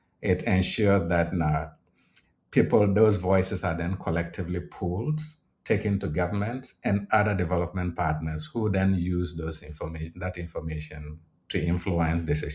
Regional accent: Ghana; I'm originally from Ghana. I don't get up from Ghana and go to Cameroon and do a survey or go to Nigeria and do a survey.

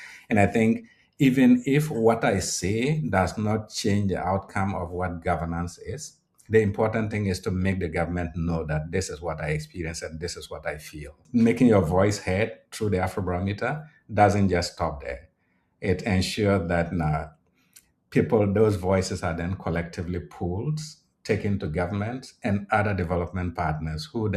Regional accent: Ghana; I'm originally from Ghana.

